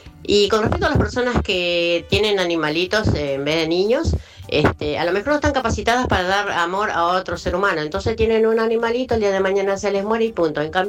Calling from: Luzuriaga, Buenos Aires Province, Argentina; de Luzuriaga.

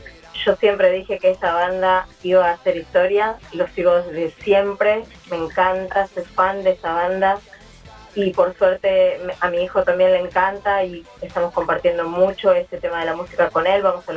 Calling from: Merlo, Buenos Aires Province, Argentina; de Merlo.

